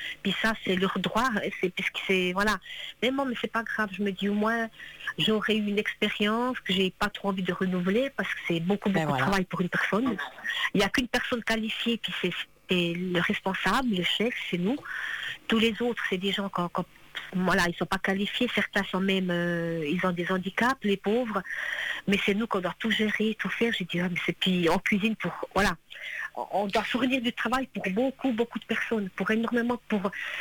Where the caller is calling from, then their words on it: Switzerland; comme je suis en Suisse